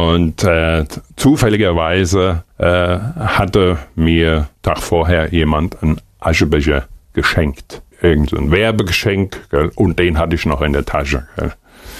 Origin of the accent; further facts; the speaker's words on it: Hesse, Germany; Ich komme ja aus Hessen, da gibt es den Hessischen Rundfunk